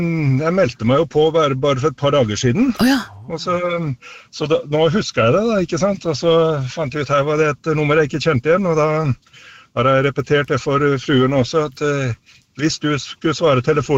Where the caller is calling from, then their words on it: Skien, Telemark, Norway; vi bor i Skien